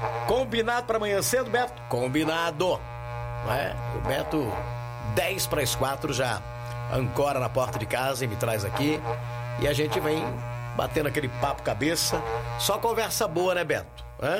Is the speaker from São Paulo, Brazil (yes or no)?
yes; Descalvado, São Paulo, Brazil; moved away; minha terra querida, amada, inesquecível, Descalvado.